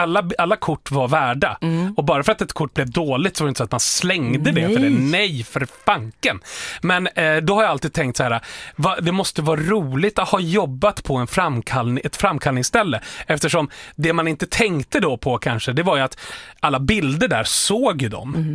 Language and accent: Swedish; Djura, Dalarna County, Sweden; Eftersom både du och jag är ju från Djura.